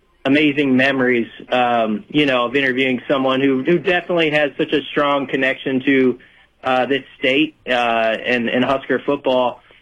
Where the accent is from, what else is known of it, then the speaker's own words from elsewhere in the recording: Nebraska, United States; when I said I was from Nebraska, it's like I was born and raised there